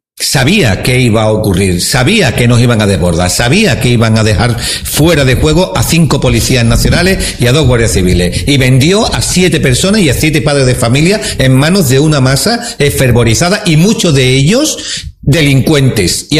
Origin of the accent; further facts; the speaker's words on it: Spain; yo soy español ante todo